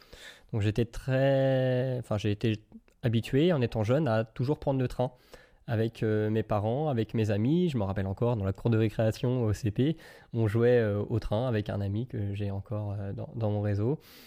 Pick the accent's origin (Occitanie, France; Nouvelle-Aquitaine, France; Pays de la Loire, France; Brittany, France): Pays de la Loire, France; Saumur; moved away as an adult; also born or lived in Alsace; moi, je suis originaire de Saumur, dans les Pays de la Loire, à mi-chemin entre Angers et puis Tours. Et du coup, je suis allé en Alsace, donc à l'est la première fois.